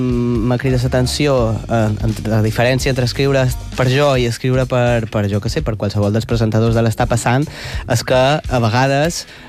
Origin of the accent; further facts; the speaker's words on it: Balearic Islands, Spain; Jo, al final, sóc de Mallorca